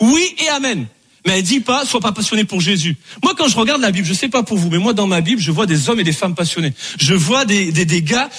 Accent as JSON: {"language": "French", "town": "Bordeaux", "region": "Nouvelle-Aquitaine", "country": "France", "said": "je pensais que tout le monde allait connaître de là où je venais à cause de Bordeaux"}